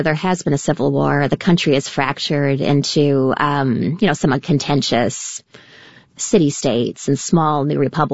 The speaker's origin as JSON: {"language": "English", "country": "Canada", "said": "I'm from Canada and I'm trained in contemporary dance and I don't have a high school diploma."}